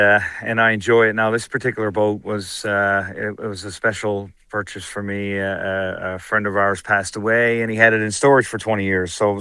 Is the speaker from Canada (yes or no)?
yes; Conception Bay South, Newfoundland and Labrador, Canada; I'm obviously a big supporter of my hometown and where I live.